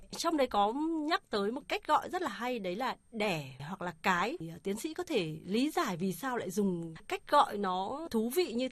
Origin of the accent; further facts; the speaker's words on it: North Central Coast, Vietnam; Chi tiết này mà bản thân tôi là quê gốc Nghệ An, Hà Tĩnh ạ